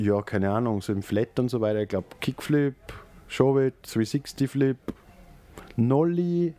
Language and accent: German; Mattighofen, Upper Austria, Austria; ich bin eigentlich Oberösterreicher aus Mattighofen